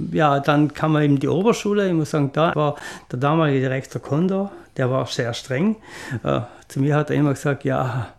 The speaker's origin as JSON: {"language": "German", "town": "Bolzano", "region": "Trentino-Alto Adige", "country": "Italy", "tie": "born or raised there", "lives_now": "Jenesien, Italy", "said": "Wir sind in Rentsch aufgewachsen."}